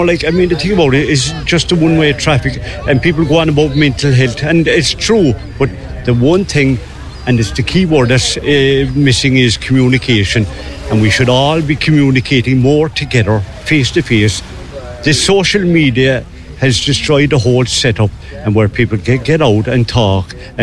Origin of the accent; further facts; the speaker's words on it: Munster, Ireland; now in Bray, Ireland; I'm not originally from Bray, I'm from West Cork originally.